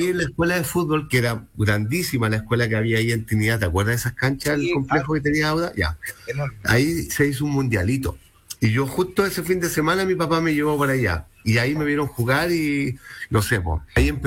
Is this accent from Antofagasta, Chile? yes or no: no; Santiago, Santiago Metropolitan Region, Chile; also born or lived in Coronel; Como bien dices tú, yo nací en Coronel. Ya a los 11 años mi papá, mi familia, se cambiaron acá a Santiago.